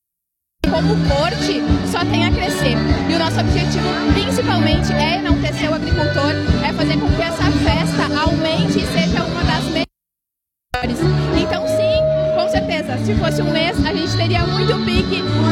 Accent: Caxias do Sul, Rio Grande do Sul, Brazil; a gente é natural aqui de Fazenda Souza

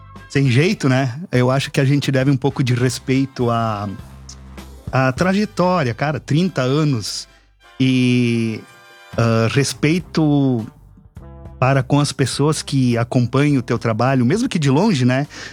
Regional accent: Feliz, Rio Grande do Sul, Brazil; Nascido e criado na Feliz.

